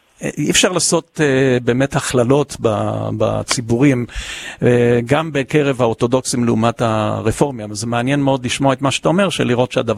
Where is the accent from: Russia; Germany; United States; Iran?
Germany; born there; first language English; Hebrew is a second language; לא, לא, אני דווקא נולדתי בבסיס חיל האוויר האמריקאי בגרמניה.